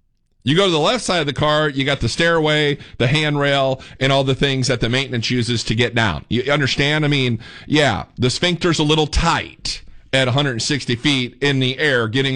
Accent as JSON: {"language": "English", "region": "Indiana", "country": "United States", "tie": "born or raised there", "said": "I grew up in Northeast Indiana."}